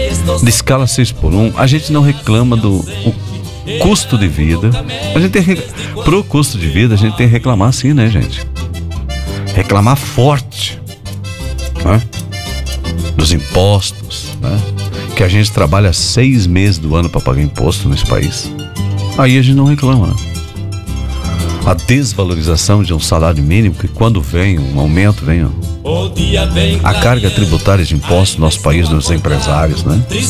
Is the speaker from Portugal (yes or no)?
no; Brazil